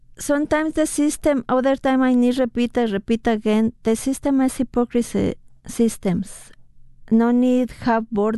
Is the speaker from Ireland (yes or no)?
no; Mexico City, Mexico; English is a second language; now in United States; I'm from Mexico City. My husband worked in the public transport, similar here, RTD.